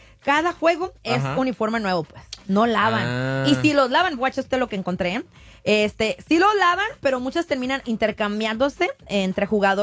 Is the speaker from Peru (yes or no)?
no; Mexico; moved away; soy mexicana